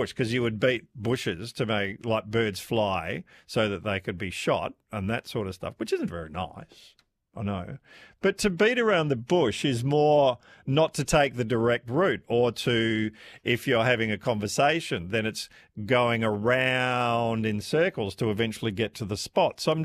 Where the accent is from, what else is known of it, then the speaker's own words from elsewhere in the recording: Tanzania; born there; I was born in Tanganyika, now Tanzania, and I remember going on safari with Dad, who used to put loose chains on his thighs to go through mud.